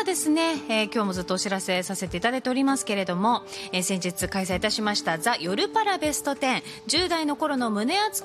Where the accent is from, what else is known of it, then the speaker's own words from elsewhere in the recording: Yurihonjo, Akita, Japan; 地元秋田県由利本荘市